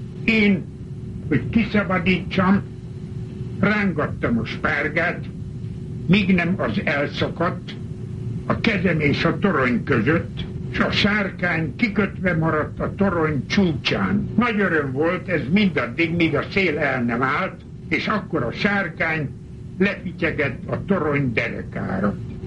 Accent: Gyulavári, Békés, Hungary; moved away as an adult; now in United States; Mikor 11 éves koromban elköltöztünk Gyulaváriból, a szülőfalunktól fájdalmas búcsút vettem, mely azt hittem, örökre szól. Ugyanezt hittem 48 éves koromban, mikor elhagytam Magyarországot, és Amerikába jöttem.

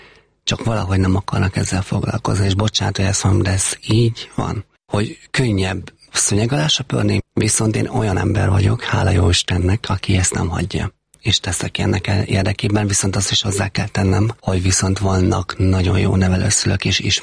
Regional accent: Heves, Hungary; Én Heves megyében nőttem föl.

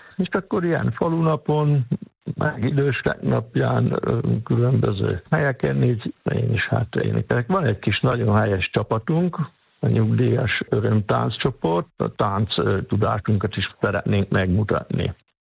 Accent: Pápasalamon, Veszprém County, Hungary; Pápa Salamonból származom, ez egy nagyon csodálatos kis ékszerdobot, pápa és a Somló egy közti területen van pápától 14 kilométerre.

